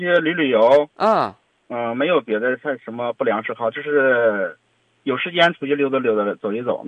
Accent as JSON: {"language": "Chinese", "town": "Raohe", "region": "Heilongjiang", "country": "China", "tie": "born or raised there", "moved": "as an adult", "lives_now": "Harbin, China", "said": "老家是双鸭山饶河县的，现在在哈尔滨买房买车了。"}